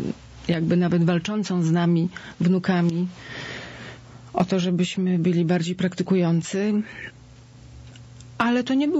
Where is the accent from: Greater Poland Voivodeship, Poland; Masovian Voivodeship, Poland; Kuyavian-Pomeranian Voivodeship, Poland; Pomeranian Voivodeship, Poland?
Masovian Voivodeship, Poland; Płock; urodziłam się w Płocku, ale to było środowisko jakby przedmieści z ogrodem, nawet z kawałkiem pola. Piękne miejsce.